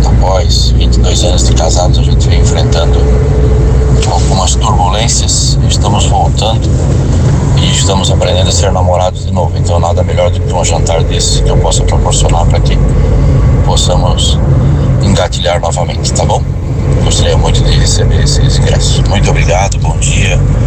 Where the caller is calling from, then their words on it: Blumenau, Santa Catarina, Brazil; sou do bairro do Salto.